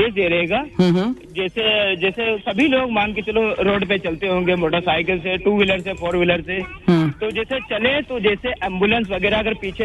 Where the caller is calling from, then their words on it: Rampur Katra, Barabanki district, Uttar Pradesh, India; जी हमारा गांव है … रामपुर कटरा, फुलवारी बाजार, जिला बाराबंकी से बात कर रहे हैं।